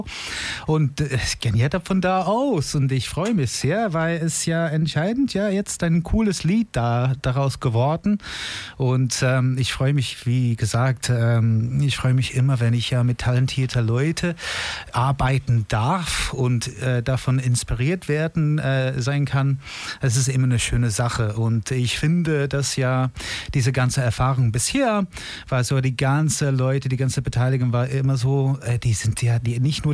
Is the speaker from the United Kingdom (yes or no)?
yes; England, United Kingdom; German is a second language; moved away as an adult; now in Germany; ich komme ursprünglich aus England, lebe aber seit 2006 in Deutschland.